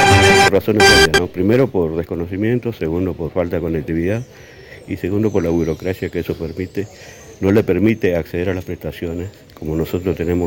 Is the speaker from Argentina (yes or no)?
yes; Chaco, Argentina; Y esta visión estratégica que surge de mi conducción tiene que ver, digamos, con mi origen, ¿no? Yo soy del Chaco, yo fui secretario general, una seccional, después llegué a ser delegado de la provincia